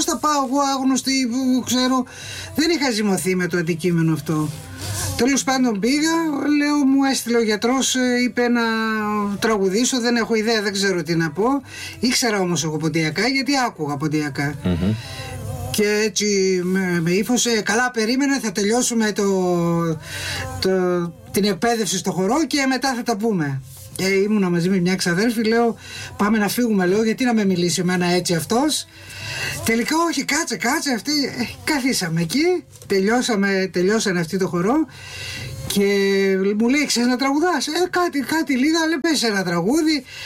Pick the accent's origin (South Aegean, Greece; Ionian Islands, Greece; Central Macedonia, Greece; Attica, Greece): Central Macedonia, Greece; Katerini; also born or lived in Aronas, Pieria; έφυγα από εκεί 6-7 ετών και μεγάλωσα στην Κατερίνη. Θεωρώ τον εαυτό μου Κατερινιώτησα.